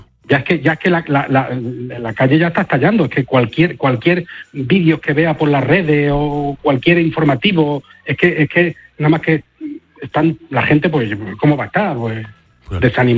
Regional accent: Melilla, Spain

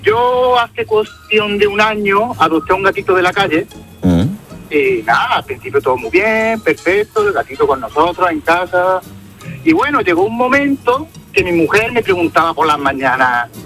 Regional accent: Moriles, Andalusia, Spain; now in Palma de Mallorca, Spain; Soy de Córdoba, soy de un pueblecito de Córdoba.

